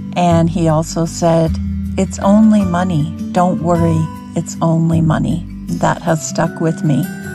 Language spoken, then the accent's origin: English; Martinsville, Saskatchewan, Canada; I'm from Martinsville, Saskatchewan.